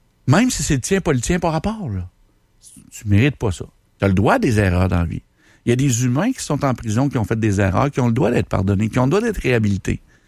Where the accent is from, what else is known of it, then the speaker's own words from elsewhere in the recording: Quebec, Canada; Bon, je sais qu'on est Québécois.